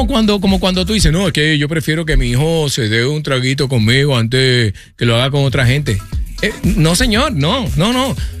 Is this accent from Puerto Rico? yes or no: yes; Puerto Rico; yo soy puertorriqueño, yo estoy ligado a muchísimas otras razas y tengo muchísimas amistades de casi toda Latinoamérica